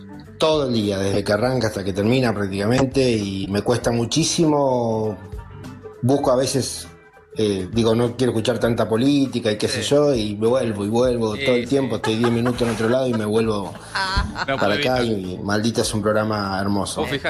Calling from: Rufino, Santa Fe, Argentina; de Rufiro.

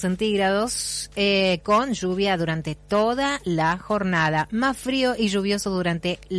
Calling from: Plotier, Neuquén, Argentina; Buen día, ¿cómo les va? … de Plotier, los veo y escucho todas las mañanas.

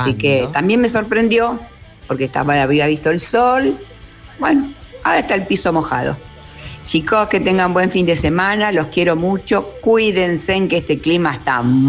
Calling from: Granadero Baigorria, Santa Fe, Argentina; acá en Baigorria, yo estoy a la altura de la 9 de oro

